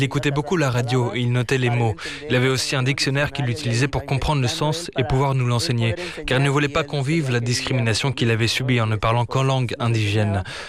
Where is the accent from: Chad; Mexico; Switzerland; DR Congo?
Mexico; Puebla; first language Totonac; French is a second language; now in Mexico City, Mexico; je viens de l'état de Puebla et je fais du rap en langue totonaco.